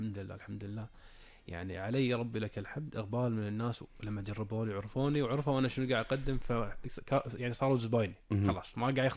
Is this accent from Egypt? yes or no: no; Kuwait